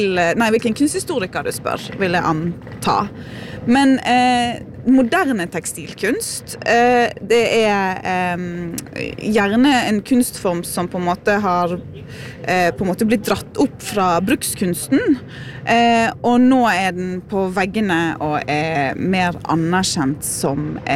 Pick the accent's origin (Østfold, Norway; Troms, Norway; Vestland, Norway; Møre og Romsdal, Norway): Vestland, Norway; Bergen; also born or lived in Kaupanger